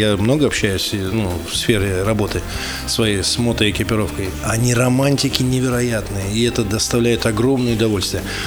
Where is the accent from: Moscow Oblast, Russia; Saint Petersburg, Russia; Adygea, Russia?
Saint Petersburg, Russia; now in Moscow, Russia; Это Петербург сделал из меня такого человека.